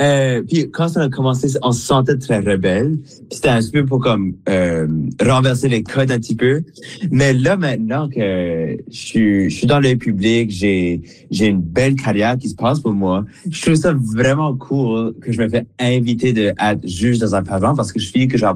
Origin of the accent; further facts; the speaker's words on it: Atlantic Canada, Canada; now in Montreal, Canada; retourner à la maison, back home